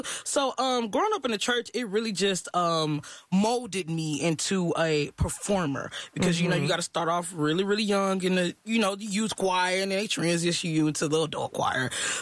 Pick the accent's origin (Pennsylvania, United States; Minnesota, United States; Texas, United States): Texas, United States; Texas City; So, I mean, growing up in Texas City was pretty cool, but it wasn't nothing going on out there.